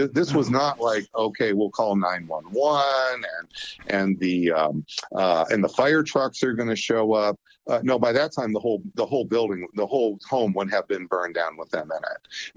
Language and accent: English; Erie, Pennsylvania, United States; also born or lived in Pittsburgh; So I'm from Western PA. I'm from Erie, Pennsylvania.